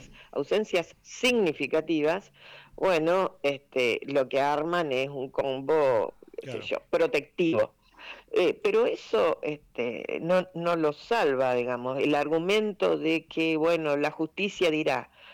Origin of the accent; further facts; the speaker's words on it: Argentina; lo que somos como argentinos y argentinas